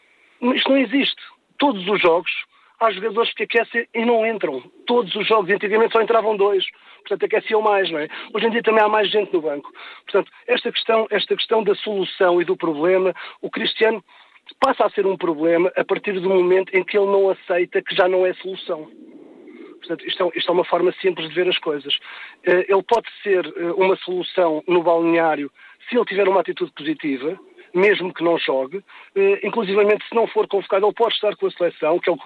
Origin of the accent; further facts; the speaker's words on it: Portugal; Eu vou a qualquer lado no mundo, e se digo que sou de Portugal